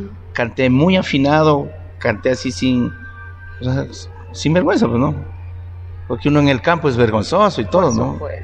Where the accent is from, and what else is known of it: Imbabura, Ecuador; born or raised there